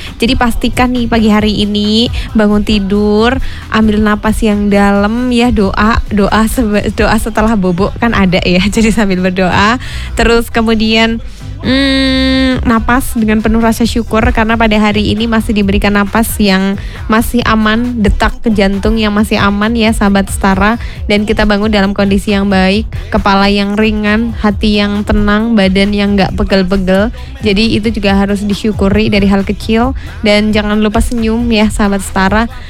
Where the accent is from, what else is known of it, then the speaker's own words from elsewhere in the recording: Java, Indonesia; kita sebagai orang Jawa tuh harus bangga banget.